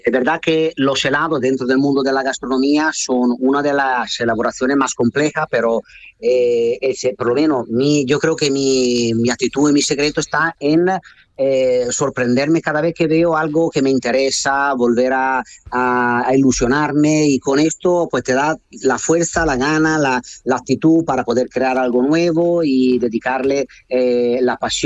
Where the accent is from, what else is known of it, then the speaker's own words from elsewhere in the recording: Italy; Spanish is a second language; now in Cádiz, Spain; es verdad que yo soy italiano, pero llevo ya muchos años, sobre todo con la heladería aquí.